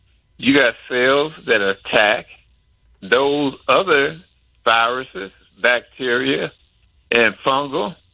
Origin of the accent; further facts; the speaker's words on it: Missouri, United States; moved away as an adult; now in the South, United States; But I grew up in Missouri.